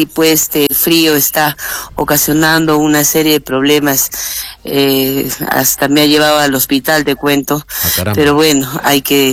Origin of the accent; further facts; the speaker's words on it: Miguel Grau, Peru; Está dentro de mi pueblo de Miguel Grau, que nos está llevando estos triunfos, y obviamente nos sentimos orgullosas, orgullosos todos.